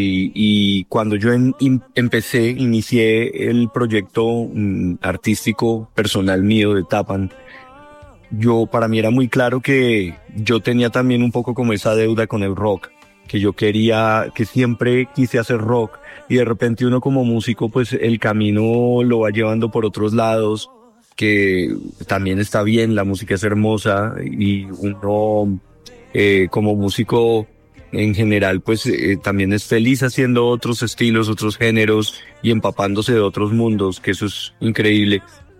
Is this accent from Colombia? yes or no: yes; Colombia; Y también uno siendo colombiano, pues uno también ha estado permeado por tanta música diferente desde niño, desde las fiestas, música tropical.